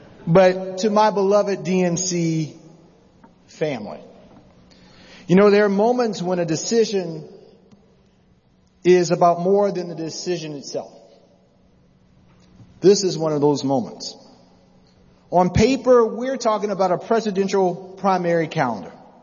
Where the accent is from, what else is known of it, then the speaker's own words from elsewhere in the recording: Orangeburg, South Carolina, United States; I was raised in Orangeburg, South Carolina by my grandparents. I grew up listening to them and their friends tell stories about what it meant to be black in the South.